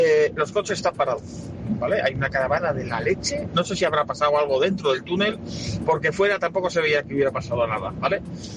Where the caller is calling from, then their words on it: Bilbao, Basque Country, Spain; de Deusto